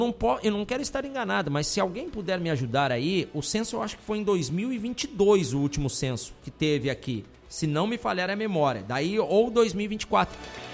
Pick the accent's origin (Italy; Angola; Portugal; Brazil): Brazil; Rio Grande do Sul; moved away as an adult; Eu vim do Rio Grande do Sul, tem 28 anos, indo para 29 anos que moro aqui